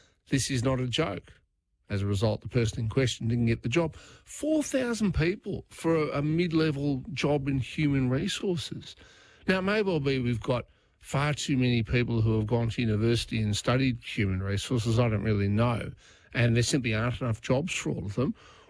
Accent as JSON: {"language": "English", "country": "Australia", "said": "we as ordinary Australian taxpayers"}